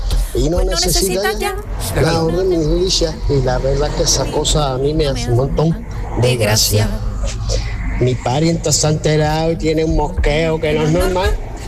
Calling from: Cádiz, Andalusia, Spain; Buenos días, programa de Revolú, desde Cádiz.

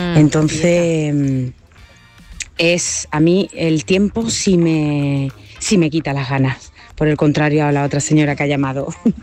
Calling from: Seville, Andalusia, Spain; de Sevilla.

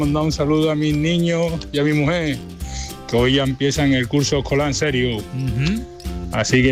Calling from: Villamartín, Andalusia, Spain; Un saludo de Villamartín y de Espera.

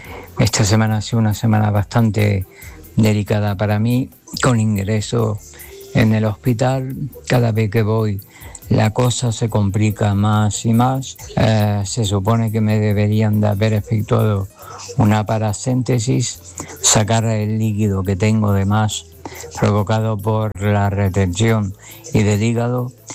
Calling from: Grazalema, Andalusia, Spain; de Grazalema.

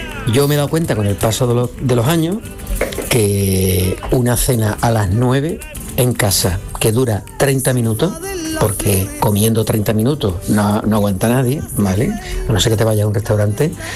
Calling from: Cádiz, Andalusia, Spain; de Cádiz.

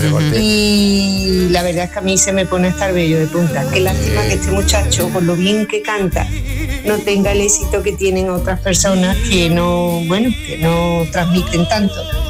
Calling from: Córdoba, Andalusia, Spain; Buenos días … de Córdoba.

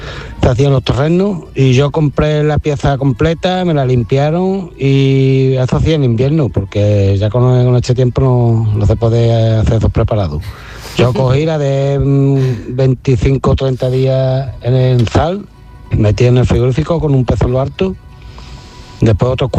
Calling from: Utrera, Andalusia, Spain; de Utrera.

